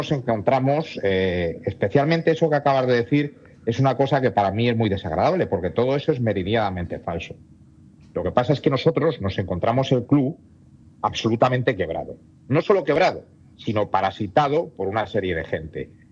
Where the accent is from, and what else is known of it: Spain